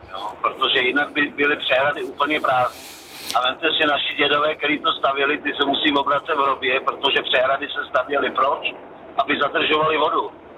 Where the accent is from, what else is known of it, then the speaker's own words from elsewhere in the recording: České Budějovice, South Bohemian Region, Czechia; vemte si, že třeba já jsem z Budic, takže tady máte vlastně Lipno, Hněvko, vyrovnávačka ve Vyšáku